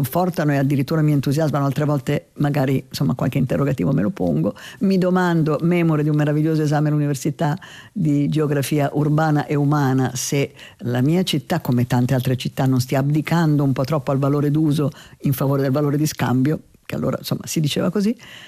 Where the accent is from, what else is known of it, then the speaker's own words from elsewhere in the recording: Milan, Lombardy, Italy; sono nato a Milano, ho continuato a vivere a Milano